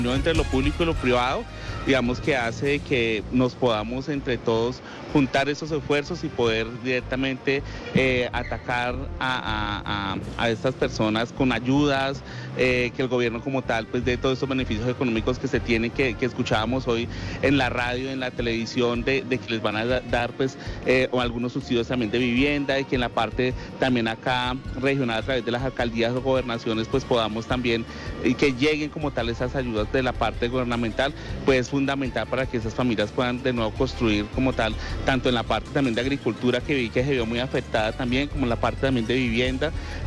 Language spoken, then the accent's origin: Spanish; Tolima, Colombia; esa solidaridad tan que nos caracteriza a nosotros como colombianos, como tolimenses